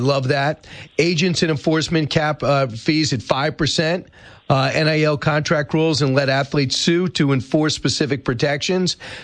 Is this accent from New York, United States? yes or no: yes; New York, United States; outside where I grew up in Long Island